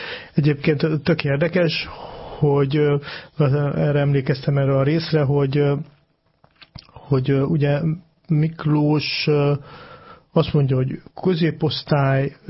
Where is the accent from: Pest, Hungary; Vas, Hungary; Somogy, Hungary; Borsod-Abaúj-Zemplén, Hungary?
Borsod-Abaúj-Zemplén, Hungary; Miskolc; Mint tudjátok, én miskolci vagyok